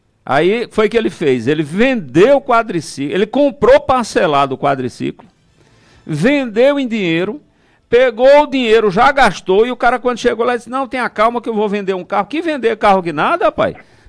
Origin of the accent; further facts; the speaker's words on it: Mari, Paraíba, Brazil; eu sou de Mari, né?